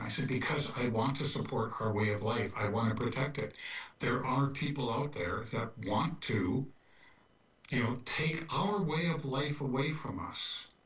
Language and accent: English; Fridley, Minnesota, United States; born or raised there